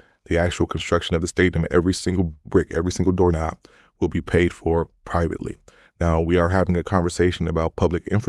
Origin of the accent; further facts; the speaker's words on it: Chicago, Illinois, United States; I'm a Chicagoan. I was born and raised in this town. I represent a district that's completely in the city of Chicago.